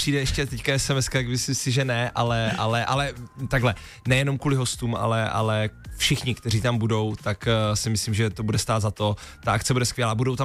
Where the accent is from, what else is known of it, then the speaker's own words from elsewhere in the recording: Brno, South Moravian Region, Czechia; a já budu nejvíc rád, když přijdete a oslavíme to všichni spolu v mým rodném městě v Brně.